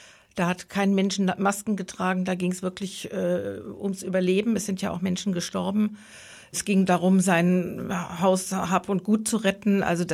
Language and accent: German; North Rhine-Westphalia, Germany; born there; now in Eisenach, Germany; Ich bin nicht gebürtig aus Tübingen, sondern aus dem Ruhrgebiet. Da lege ich auch allergrößten Wert drauf